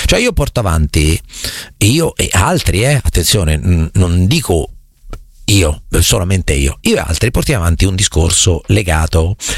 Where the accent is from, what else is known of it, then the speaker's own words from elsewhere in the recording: Marche, Italy; io sono marchigiano